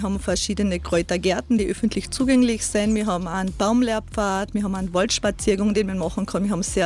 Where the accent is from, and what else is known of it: Irschen, Carinthia, Austria